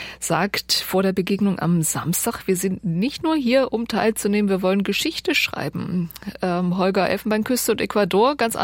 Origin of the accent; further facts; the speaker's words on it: Germany; Ich meine, wir sind Deutsche, wir schaffen das.